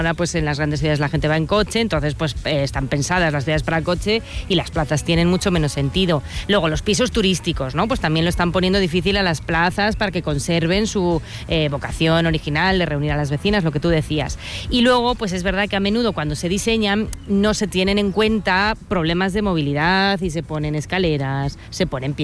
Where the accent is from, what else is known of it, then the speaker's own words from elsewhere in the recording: Ferrol, Galicia, Spain; yo soy gallega